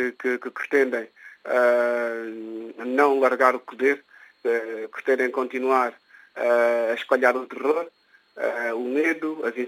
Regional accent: Guinea-Bissau; Isto é que é a Guiné-Bissau, é o meu país onde eu nasci, o país que me viu nascer.

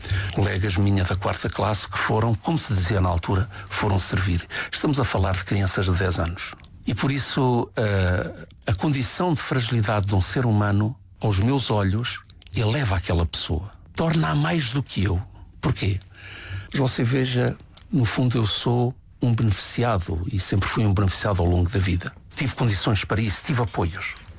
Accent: Centro, Portugal; eu venho de uma zona que fica no centro do país, a minha terra natal é uma aldeia

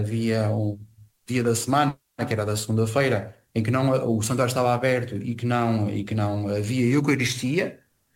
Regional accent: Portugal; eu como músico e como português

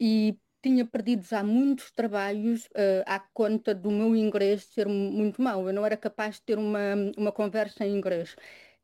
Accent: Caldas da Rainha, Leiria, Portugal; moved away as an adult; now in Brighton, United Kingdom; as Caldas é a cidade onde eu cresci, onde está a minha família, e é por isso que, claro, costumo sempre voltar lá de férias para visitar a minha família. Mas encontrei uma casa também aqui em Brighton

